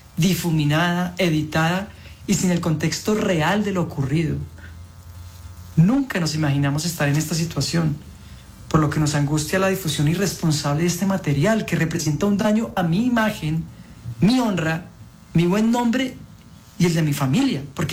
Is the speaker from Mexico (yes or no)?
no; Colombia; Soy actor colombiano.